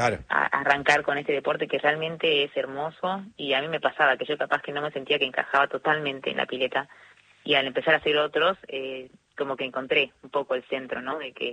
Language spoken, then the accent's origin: Spanish; Salta, Argentina; Yo soy de Capital.